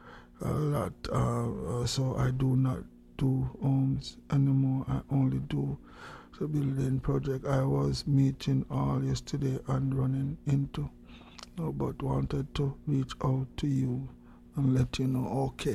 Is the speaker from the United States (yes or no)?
no; Jamaica; We come from Jamaica, and yeah.